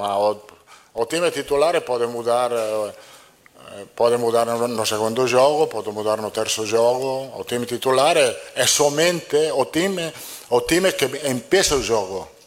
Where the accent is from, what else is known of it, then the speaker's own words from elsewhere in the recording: Italy; Sou italiano, não, e sou brasileiro, não.